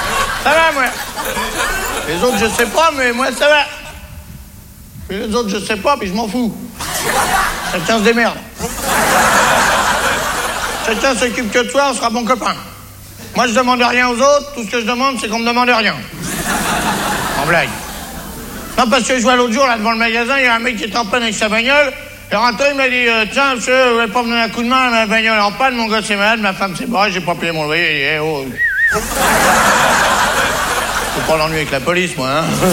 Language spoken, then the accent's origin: French; France